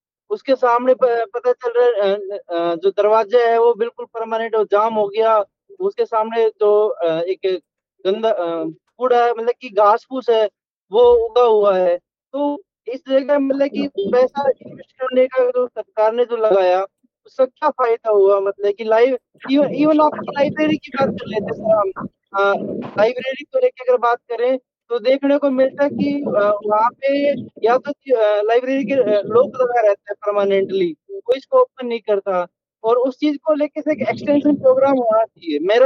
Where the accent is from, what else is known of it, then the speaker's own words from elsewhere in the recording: Nangal Pathani, Haryana, India; born there; now in Charkhi Dadri, India; और मेरा गांव हुआ नांगल पठानी सर, कोसली के पास।